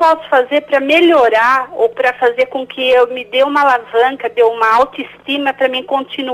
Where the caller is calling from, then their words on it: Campinas, São Paulo, Brazil; Eu falo de Campinas.